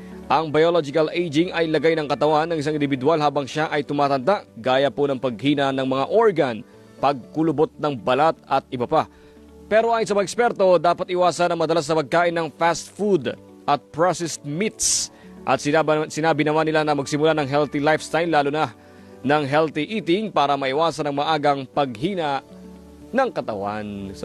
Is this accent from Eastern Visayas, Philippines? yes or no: yes; Eastern Visayas, Philippines; Summer kami.